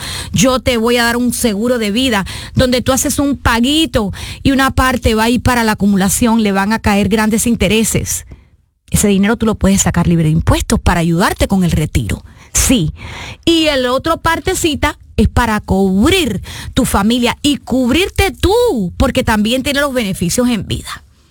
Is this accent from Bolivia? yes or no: no; Cuba; moved away as an adult; porque yo soy cubana, cubana con un corazón internacional. ¿Ah? Sí, la libreta, ya se me está olvidando después de 32 años en este país, pero soy más cubana que las palmas.